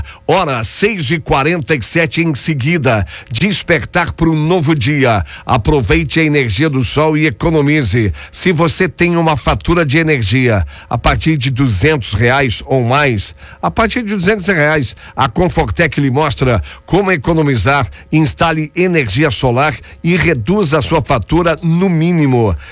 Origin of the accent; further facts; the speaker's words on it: Getúlio Vargas, Rio Grande do Sul, Brazil; Minha cidade natal, Getúlio Vargas, tô aqui desde 1995.